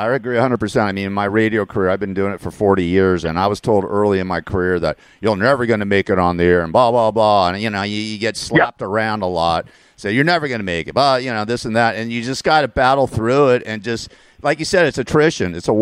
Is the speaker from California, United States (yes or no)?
yes; Tarzana, California, United States; I mean, when I was growing up in Tarzana, you know, I was listening to KMET, the rock station, and I wanted to be a rock DJ in Los Angeles.